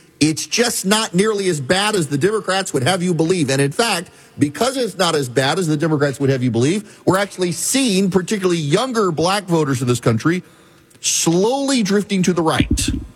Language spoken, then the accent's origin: English; Dubai, United Arab Emirates; so I grew up in Dubai. I didn't grow up in the country. When I was five, we moved overseas